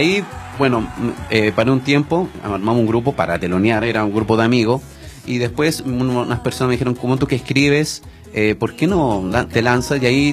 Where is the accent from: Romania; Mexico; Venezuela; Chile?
Chile; Santiago, Santiago Metropolitan Region; born there; yo vivía en Peñarolén.